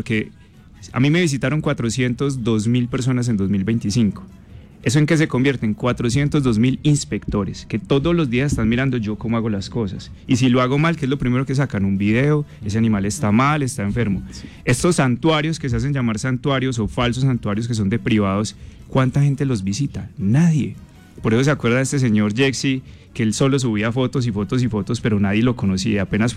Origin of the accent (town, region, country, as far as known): Pereira, Risaralda, Colombia